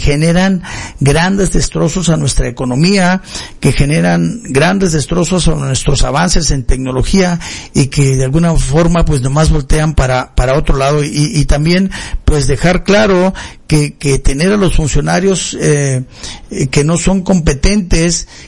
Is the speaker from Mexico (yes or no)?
yes; Mexico